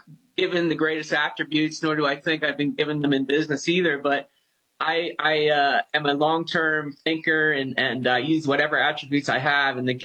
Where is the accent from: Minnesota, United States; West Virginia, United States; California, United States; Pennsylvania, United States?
Pennsylvania, United States; I'm born and raised in the western suburbs of Philadelphia